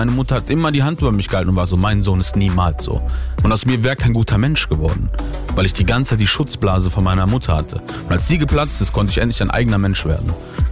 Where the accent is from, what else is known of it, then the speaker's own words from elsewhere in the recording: Italy; Also ich bin Italiener so und es ist alles wahr.